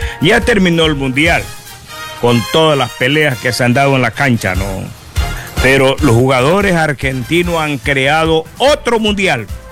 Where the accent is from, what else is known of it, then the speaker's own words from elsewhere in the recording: Ecuador; los ecuatorianos